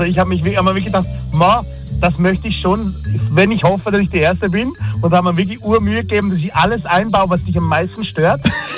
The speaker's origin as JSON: {"language": "German", "country": "Switzerland", "said": "als Schweizer"}